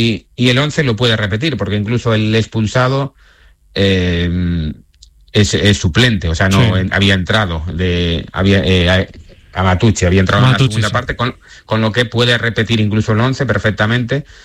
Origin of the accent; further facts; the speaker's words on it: Zaragoza, Aragon, Spain; soy de Zaragoza, yo tengo consistencia al frío, yo nací en el frío